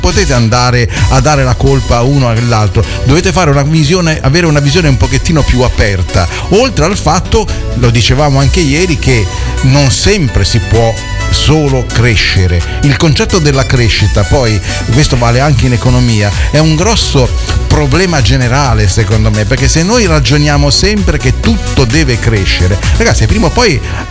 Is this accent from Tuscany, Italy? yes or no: no; Rome, Lazio, Italy; Io da romano non ho mai visto delle scene simili